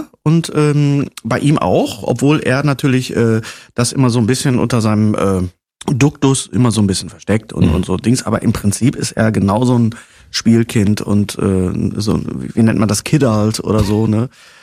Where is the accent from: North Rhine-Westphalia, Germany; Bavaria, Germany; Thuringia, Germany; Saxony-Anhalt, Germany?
North Rhine-Westphalia, Germany; Bottrop; Es gab einen, oder es gibt immer noch diesen Moviepark bei uns im Ruhrgebiet in Bottrop